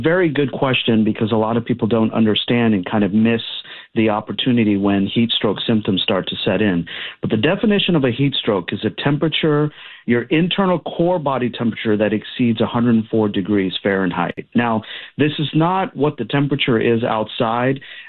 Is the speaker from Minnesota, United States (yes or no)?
no; Arlington, Texas, United States; born there; I was born here in Arlington, Texas, And I still, after 40 plus years, I'm still experiencing discomfort in the summer heat.